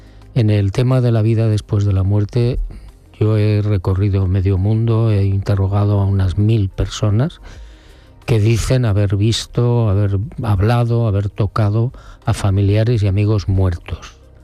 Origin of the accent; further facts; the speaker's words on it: Pamplona, Navarre, Spain; born there; Hombre, pues yo nací por accidente militar en Pamplona, pero toda mi familia es de Barbate y de Vejer de la Frontera.